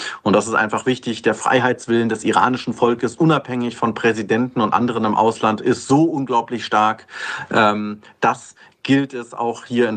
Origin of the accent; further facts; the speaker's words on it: Iran; German is a second language; Wir wollen keine Muslime sein. Wir sind Iraner.